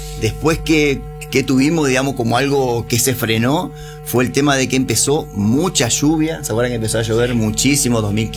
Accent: Entre Ríos, Argentina; now in Chajarí, Argentina

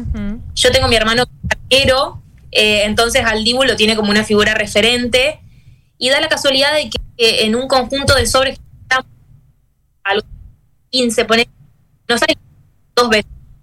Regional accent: Felicia, Santa Fe, Argentina; Nosotros somos de Felicia. Uh-huh. Felicia es un pueblo chiquitito de la provincia de Santa Fe, somos 2.500 habitantes.

